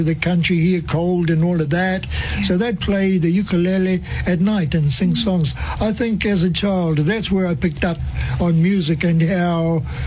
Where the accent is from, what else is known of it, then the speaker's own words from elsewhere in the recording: Auckland, New Zealand; I was born in Tamaki Makaurau here, Auckland City, at St. Helens Hospital, when it was situated at the corner of Pitt Street and Howe Street, yeah. Auckland CBD, 1955.